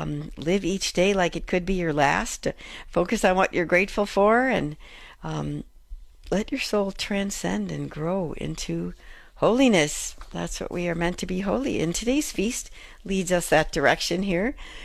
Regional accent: Chicago, Illinois, United States; And I grew up in the Chicago area, second oldest of 9 children.

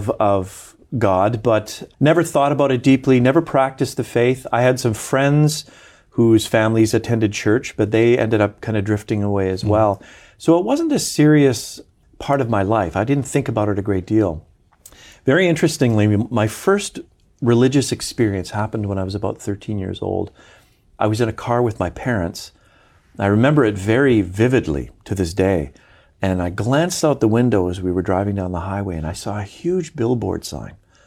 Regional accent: British Columbia, Canada; So I grew up in British Columbia, Canada, which is the westernmost province, for anybody who's unaware, just sort of north of Washington State.

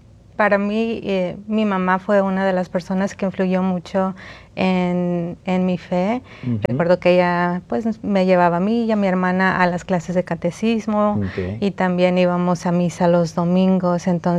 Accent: Tamaulipas, Mexico

